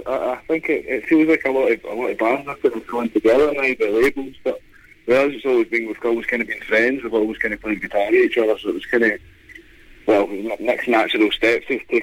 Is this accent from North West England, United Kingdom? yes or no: no; Scotland, United Kingdom; We're from Scotland.